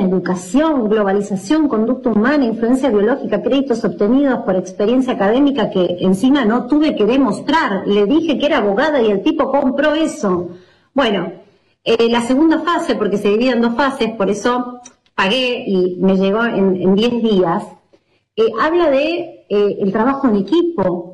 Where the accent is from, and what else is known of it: Argentina